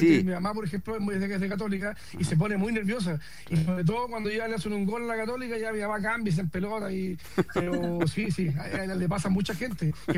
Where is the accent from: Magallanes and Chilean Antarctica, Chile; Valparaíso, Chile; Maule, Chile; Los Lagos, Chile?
Magallanes and Chilean Antarctica, Chile; Punta Arenas; now in Santiago, Chile; Yo soy de Punta Arenas.